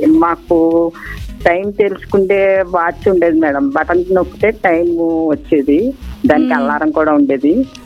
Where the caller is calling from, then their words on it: Mogalthur, Andhra Pradesh, India; From Mogalturu.